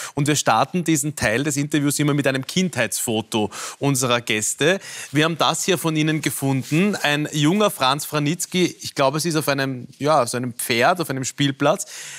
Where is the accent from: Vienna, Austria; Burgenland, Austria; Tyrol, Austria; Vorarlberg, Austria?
Vienna, Austria; heute 88 Jahre, sind 1937 geboren in Wien, in Hernals, in meinem Heimatbezirk übrigens, Sohn eines Eisengießers mit einer Schwester in ärmlichen Verhältnissen.